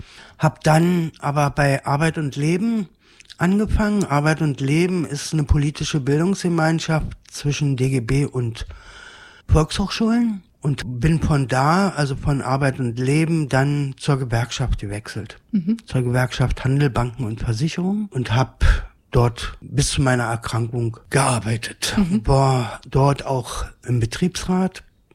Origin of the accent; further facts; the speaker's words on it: Berlin, Germany; born there; Also ich bin in Berlin-West geboren